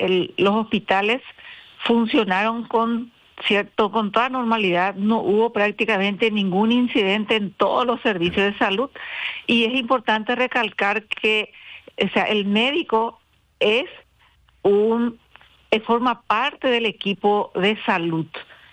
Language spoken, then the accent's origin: Spanish; Encarnación, Itapúa, Paraguay; born there; Sí, nací en Encarnación. Nací el 25 de agosto